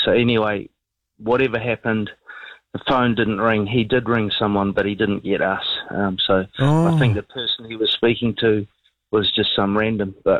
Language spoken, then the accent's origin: English; Auckland, New Zealand; I grew up in Auckland and got to go to lots of concerts, I guess.